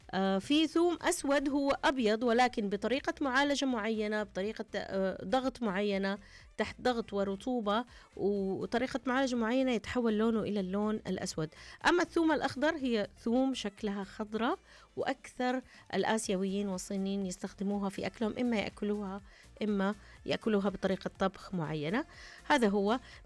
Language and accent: Arabic; Al-Qassim, Saudi Arabia; وأيضا يزرع عندنا في القصيم.